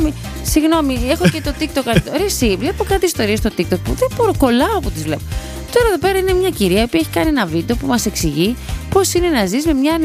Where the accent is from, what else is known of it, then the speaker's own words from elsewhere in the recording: Aigio, West Greece, Greece; στο χωριό μου εκεί, στην Ντούσα, στο Αίγιο.